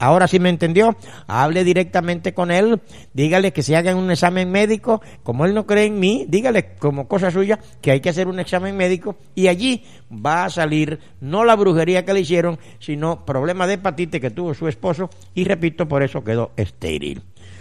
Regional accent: Guapi, Cauca, Colombia; me volví para la costa, o sea, para Guapi, de donde soy, y volví y me enfermé.

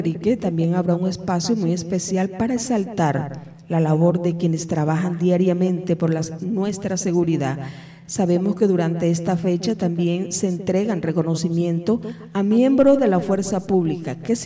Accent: Colombia; nuestra identidad como colombianos

